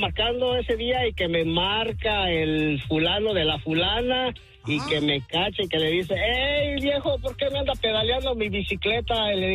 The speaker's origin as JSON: {"language": "Spanish", "region": "Michoacán", "country": "Mexico", "tie": "born or raised there", "said": "No, allá desde mi tierra natal, Michoacán, Bali, y pues ya nos dejamos de ver"}